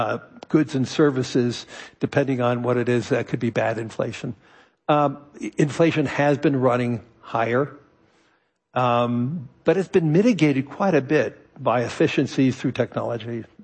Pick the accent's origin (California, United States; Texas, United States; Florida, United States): California, United States; Los Angeles; now in New York, United States; I was born and raised in Los Angeles. New York's my adopted home. I love it there.